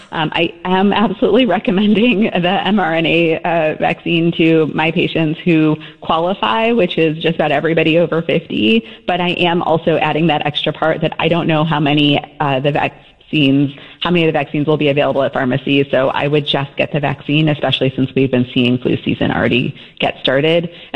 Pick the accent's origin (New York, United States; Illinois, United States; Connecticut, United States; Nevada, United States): Illinois, United States; Chicago; I grew up in Chicago.